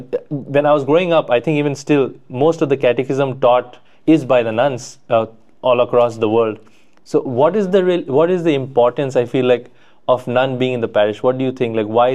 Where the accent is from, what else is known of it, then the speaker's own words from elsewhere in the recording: Kolkata, West Bengal, India; I grew up in Calcutta in India, and I was with the Missionary of Charity sisters.